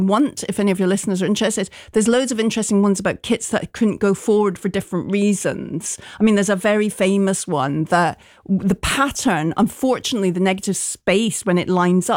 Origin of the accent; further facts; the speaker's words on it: Glasgow, Scotland, United Kingdom; But yeah, growing up in Glasgow, it was really, it's still really serious.